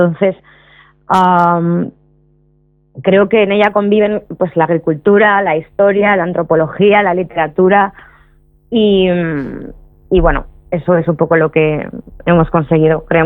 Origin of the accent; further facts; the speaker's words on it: Burgos, Castile and León, Spain; Hemos empezado en Burgos porque yo soy burgalesa